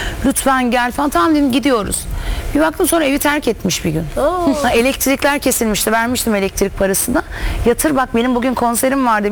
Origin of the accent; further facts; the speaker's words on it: Adana, Turkey; moved away as an adult; now in Istanbul, Turkey; Adanalıyım. Orada okudum, bitirdim.